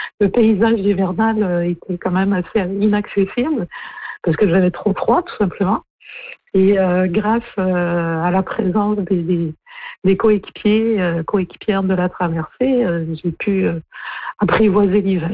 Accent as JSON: {"language": "French", "region": "Brittany", "country": "France", "moved": "yes", "lives_now": "Canada", "said": "quand on vient de Bretagne, c'est assez marquant."}